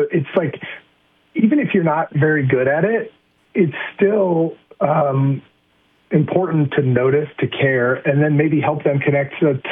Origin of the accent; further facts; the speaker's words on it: Midwest, United States; I'm a Midwesterner, and we tend to think that it's not our business